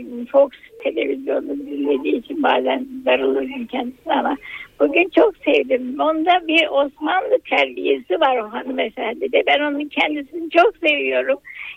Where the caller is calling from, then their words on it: Samsun, Turkey; Samsun'dan arıyorum.